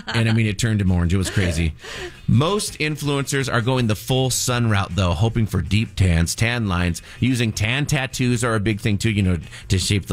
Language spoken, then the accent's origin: English; Seattle, Washington, United States; moved away; I'm from Seattle.